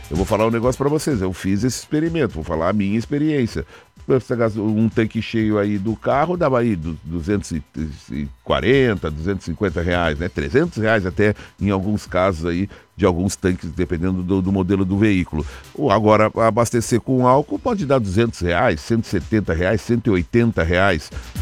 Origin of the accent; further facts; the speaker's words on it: Brazil; somos nós, brasileiros